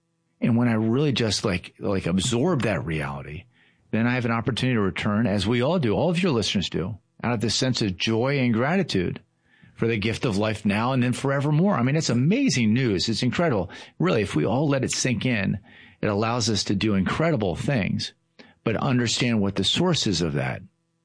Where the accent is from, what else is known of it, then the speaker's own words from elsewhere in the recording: Baltimore, Maryland, United States; So I grew up in Baltimore, which is indeed south of the Mason-Dixon line. But maybe I think it's easier for people from Baltimore to be humble when our really what we are is we're Baltimoreans.